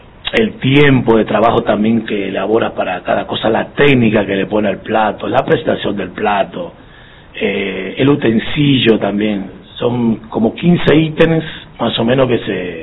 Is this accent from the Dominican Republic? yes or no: yes; Dominican Republic; now in Argentina; Eso es desayuno privilegiado en mi país.